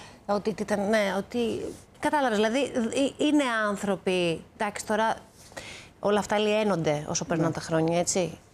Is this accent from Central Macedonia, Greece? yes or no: no; Athens, Attica, Greece; Ο μπαμπάς μου ήταν από το Λαφίστη Βιωτίας. Ναι. Εγώ γεννήθηκα στην Αθήνα και μεγάλωσα στην Αθήνα.